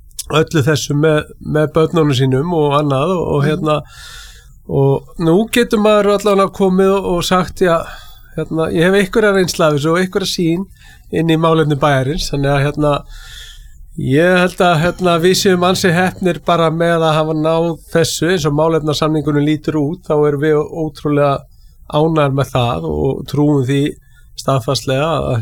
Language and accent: Icelandic; Keflavík, Southern Peninsula, Iceland; Jú, sko, ég er heim megin við ég er Keflvíkingur og hérna við eigum auðvitað hérna, Keflavík og Njarvík